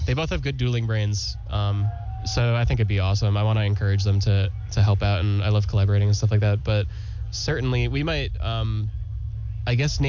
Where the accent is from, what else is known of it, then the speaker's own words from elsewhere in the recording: Kenmore, New York, United States; Kenmore. It's Buffalo.